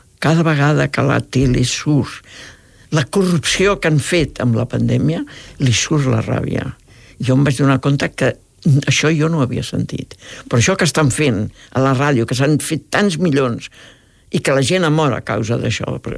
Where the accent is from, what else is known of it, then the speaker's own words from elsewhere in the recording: France; jo vinc d'una família il·lustrada, en aquell moment era París, era França, jo vinc de França